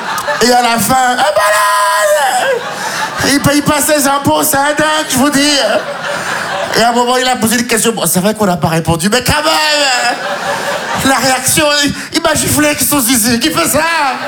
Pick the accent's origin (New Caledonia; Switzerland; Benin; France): Benin; Je me dis, je suis franco-béninois.